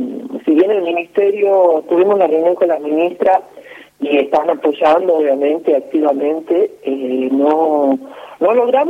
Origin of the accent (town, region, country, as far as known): Salta, Argentina